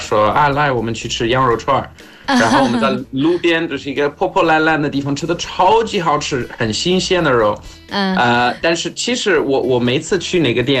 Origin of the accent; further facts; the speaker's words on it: South Africa; Chinese is a second language; moved away; 像在我年轻的时候在南非长大